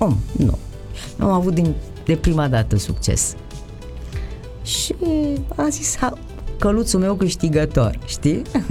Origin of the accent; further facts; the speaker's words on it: Rucăr, Argeș, Romania; now in Constanța, Romania; Dar eu sunt de acolo, din Rucăr, sunt munteancă și dobrogeancă, așa, un mix interesant, zic eu.